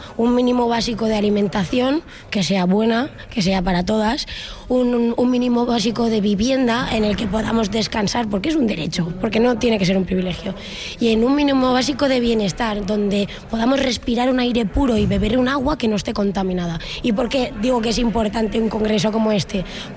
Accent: Canals, Valencian Community, Spain; soy de Canals, Valencia.

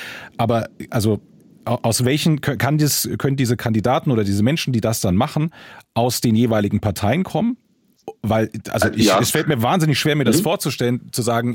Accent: Germany; wir als Deutsche

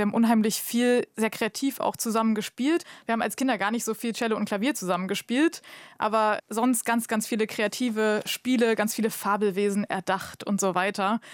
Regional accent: Dortmund, North Rhine-Westphalia, Germany; Und wir sind ziemlich eigentlich in der Oper in Dortmund aufgewachsen

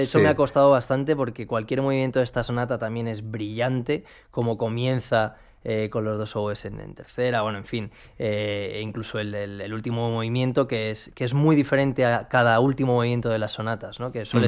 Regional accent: Spain

